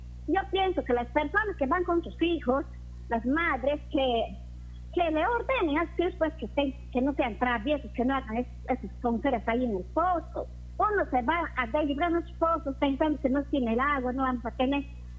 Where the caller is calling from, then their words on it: Lamas, San Martín, Peru; De aquí, de Lamas, del barrio de Ancuayo.